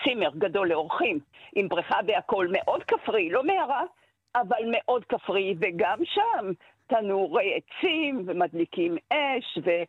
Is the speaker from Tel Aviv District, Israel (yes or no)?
yes; Tel Aviv-Yafo, Tel Aviv District, Israel; moved away as an adult; now in Western Galilee, Israel; כשהייתי ילדה ביפו ומאוד לא אהבתי את החיים ביפו